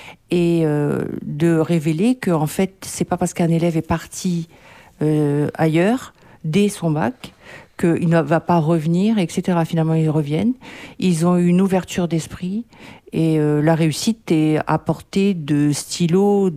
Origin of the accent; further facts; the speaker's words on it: New Caledonia; Moi, je suis calédonienne.